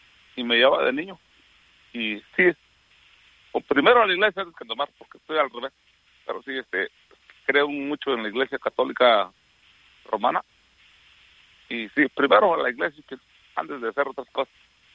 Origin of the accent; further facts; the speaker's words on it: Santa María Tindú, Oaxaca, Mexico; first language Mixtec; Spanish is a second language; moved away; Sí, pero si llegaré a Oaxaca, a mi pueblo, Santa María Tindú, no voy a hablar español, voy a hablar puro mixteco. Es mi meta de que, pues, años que me separé de mi tierra